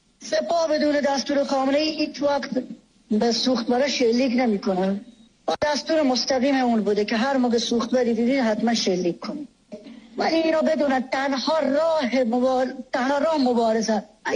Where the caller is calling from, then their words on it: Sistan and Baluchestan, Iran; من بلوچم، خودم تو بلوچستانم